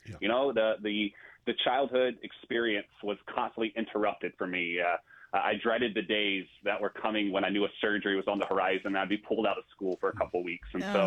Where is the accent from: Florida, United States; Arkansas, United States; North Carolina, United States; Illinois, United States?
North Carolina, United States; Raleigh; born or raised there; moved away as an adult; also born or lived in Brooklyn, New York; now in Eugene, United States